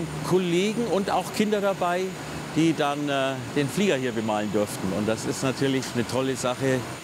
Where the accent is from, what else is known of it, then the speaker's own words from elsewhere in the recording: Bavaria, Germany; now in Nuremberg, Germany; Ich bin in der Oberpfalz am Land aufgewachsen.